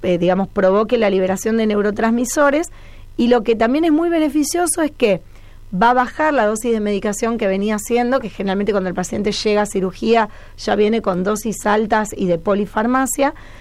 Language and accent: Spanish; Rosario, Santa Fe, Argentina; yo soy rosarina